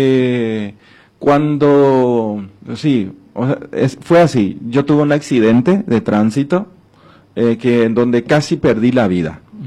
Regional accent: Pedro Juan Caballero, Amambay, Paraguay; yo soy de Pedro Juan Caballero

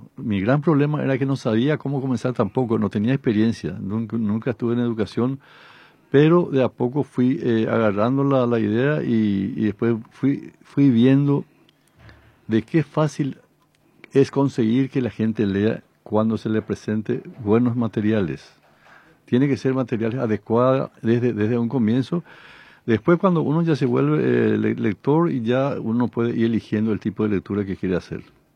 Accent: Piribebuy, Cordillera, Paraguay; Soy de Piribebuy.

